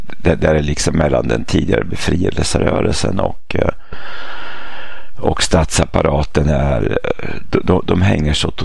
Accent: Namibia; det är bara minnen från min uppväxt i Sydvästafrika

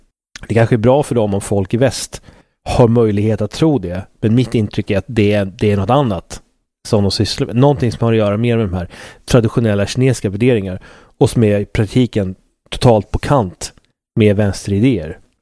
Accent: Sweden; jag säger Falun för jag är svensk.

